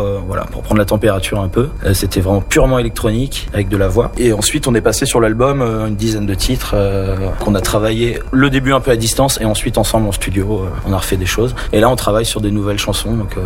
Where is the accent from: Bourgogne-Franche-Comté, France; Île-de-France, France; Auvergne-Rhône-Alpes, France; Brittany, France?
Brittany, France; On vient de Bretagne.